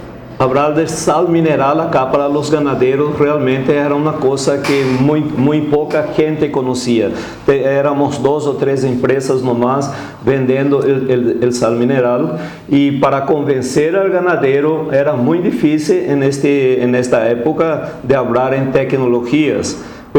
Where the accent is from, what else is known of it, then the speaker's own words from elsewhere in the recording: Mato Grosso do Sul, Brazil; moved away as an adult; now in Paraguay; yo soy prácticamente de Mato Grosso do Sul y mi edad es, normalmente uno no se cuenta, pero hoy voy a contar, tengo 65 años